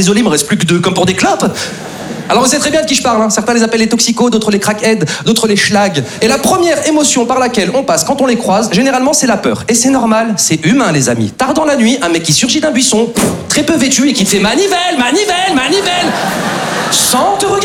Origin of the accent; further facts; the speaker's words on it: Lyon, Auvergne-Rhône-Alpes, France; now in Paris, France; Moi, comme beaucoup d'entre vous, les amis, je suis originaire de province, je suis originaire de Lyon. Et c'est vrai qu'avant de m'installer sur Paris, j'avais des petites appréhensions sur cette ville, tu vois.